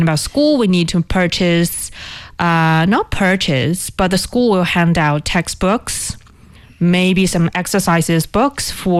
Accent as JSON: {"language": "English", "region": "northern China", "country": "China", "accent": "northern Mandarin", "said": "Sorry, that's my northern accent."}